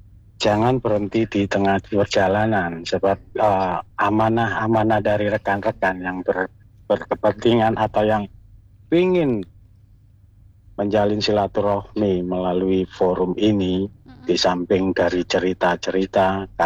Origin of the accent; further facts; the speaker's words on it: Surabaya, East Java, Indonesia; Ya, kebetulan saya dari Surabaya